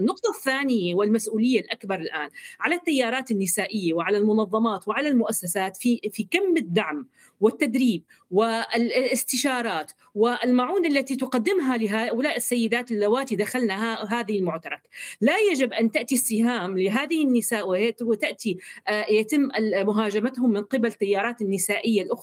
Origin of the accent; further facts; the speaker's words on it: Syria; نحن كسوريين نستكشف بعضنا البعض